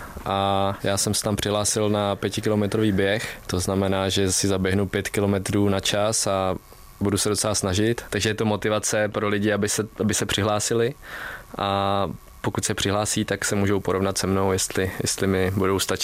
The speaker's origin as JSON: {"language": "Czech", "region": "Vysočina Region", "country": "Czechia", "said": "Ty kopce, co jsem vybíhal u nás na Vysočině, už jsou pase."}